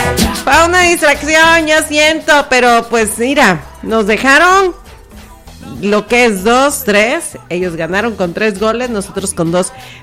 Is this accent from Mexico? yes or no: yes; Mexico; Ya no, yo soy mexicana y sí, perdimos, ya que.